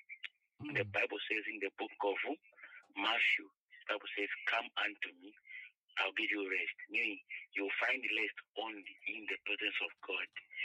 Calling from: Kitwe, Copperbelt, Zambia; Yeah, I'm going from Kitwe.

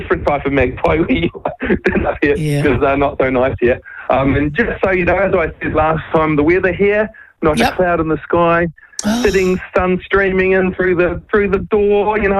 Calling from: Brisbane, Queensland, Australia; I'm calling from Brisbane, as you know.

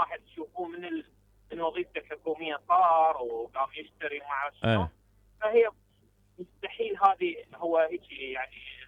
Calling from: Baghdad, Baghdad Governorate, Iraq; من بغداد.

